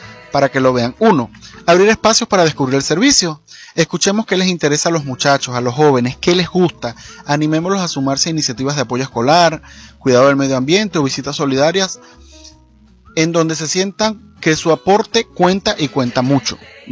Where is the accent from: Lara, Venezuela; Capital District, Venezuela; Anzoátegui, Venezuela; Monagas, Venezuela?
Monagas, Venezuela; Maturín; now in Zulia, Venezuela; desde Maturín, Estado Monagas, bueno, desde el Zulia, realmente yo soy de Maturín, Estado Monagas, un oriental aquí trabajando